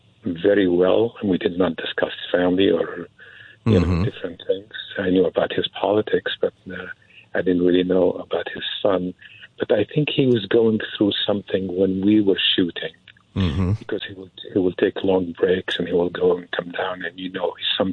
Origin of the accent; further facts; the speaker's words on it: Syria; moved away as an adult; now in United States; I'm a big believer in God, because I'm from Syria. I grew up in Syria, and I came to this country at 18